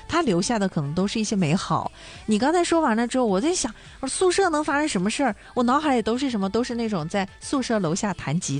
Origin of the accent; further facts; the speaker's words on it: Dalian, Liaoning, China; born there; 我们一直叫那个肠叫馅儿豆嘛，大连都叫馅儿豆、我从小都叫馅儿豆。